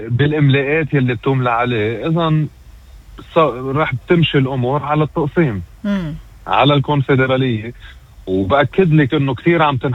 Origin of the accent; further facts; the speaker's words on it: Lebanon; هو خيي كلبناني